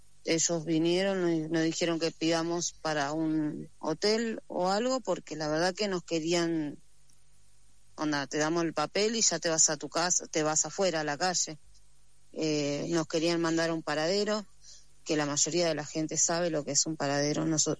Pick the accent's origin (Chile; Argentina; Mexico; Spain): Argentina; Corrientes; born there; tengo 36 años y yo nací en Corrientes y mi mamá directamente vino para acá.